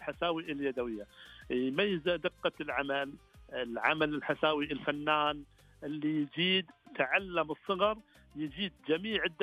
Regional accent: Al-Ahsa, Eastern Province, Saudi Arabia; accent: Hasawi; مثل ما نقول بالحساوي،

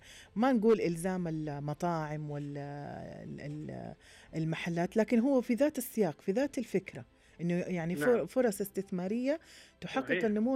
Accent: Saudi Arabia; عندنا في السعوديه

